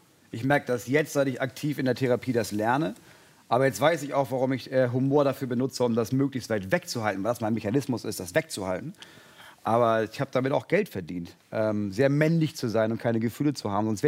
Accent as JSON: {"language": "German", "town": "Munich", "region": "Bavaria", "country": "Germany", "said": "Als Münchner."}